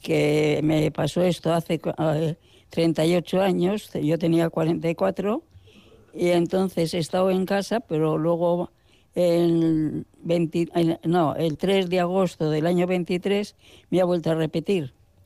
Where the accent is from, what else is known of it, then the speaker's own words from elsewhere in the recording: Barakaldo, Basque Country, Spain; yo soy de Baracaldo